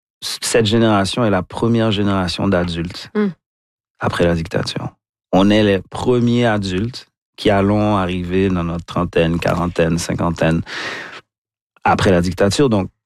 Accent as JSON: {"language": "French", "country": "Haiti", "tie": "born or raised there", "also_born_or_lived": "London", "moved": "yes", "said": "pourquoi est-ce que j'ai été exposé à autant de violence en grandissant en Haïti?"}